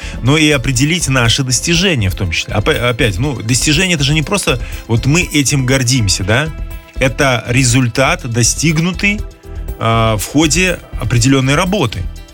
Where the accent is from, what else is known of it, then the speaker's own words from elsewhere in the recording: Minsk, Belarus; Но вот я вырос в Минске, будучи школьником в конце 80-х годов.